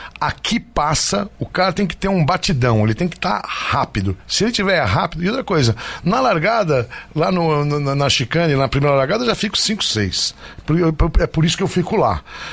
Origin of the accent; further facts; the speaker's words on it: São Paulo, Brazil; eu como paulistano, eu amo isso aq